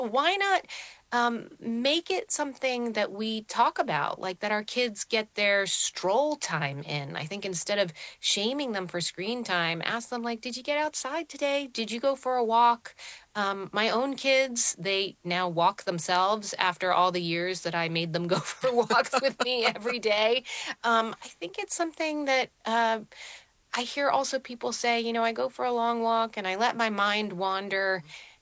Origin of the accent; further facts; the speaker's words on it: United States; for me, I think growing up in the United States, we're so focused on organized sports, and I was never a particularly athletic kid